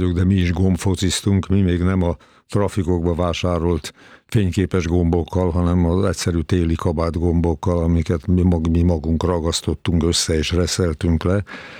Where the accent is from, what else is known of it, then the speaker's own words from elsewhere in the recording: Hungary; mert hogy magyarok vagyunk.